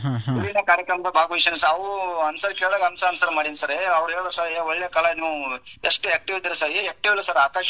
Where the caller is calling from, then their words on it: Arjunagi, Karnataka, India; Afzalpur taluk ಅರ್ಜುನಿಗೆ ಕುಗ್ರಾಮ್ sir.